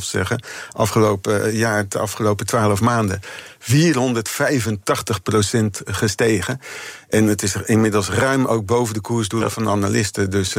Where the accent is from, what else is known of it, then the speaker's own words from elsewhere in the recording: Netherlands; We moeten altijd als Nederlanders even nadenken.